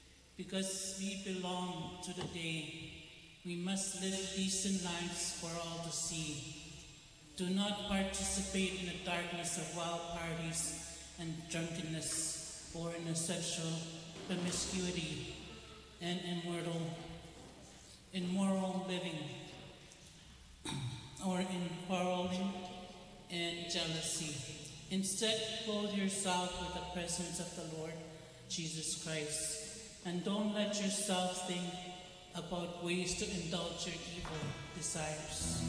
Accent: Split Lake, Manitoba, Canada; I'm from Spit Lake.

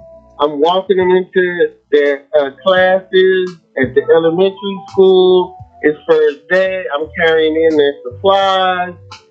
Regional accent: Texas, United States; I'm from Texas.

